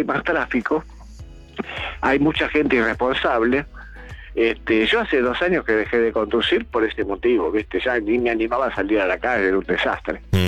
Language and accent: Spanish; Almagro, Buenos Aires, Argentina